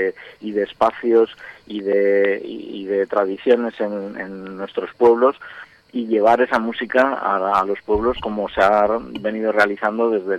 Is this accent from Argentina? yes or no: no; Spain; Nosotros en España, la bandurria es nuestro instrumento estrella y con el que nos identificamos